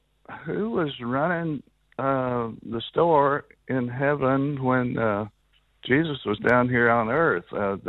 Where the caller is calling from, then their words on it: Texas, United States; Greetings from Texas.